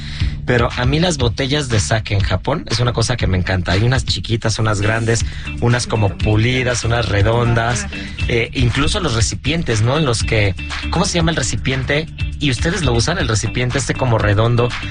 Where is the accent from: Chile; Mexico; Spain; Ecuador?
Mexico; Y que como mexicanos lo tengamos registrado, ¿no?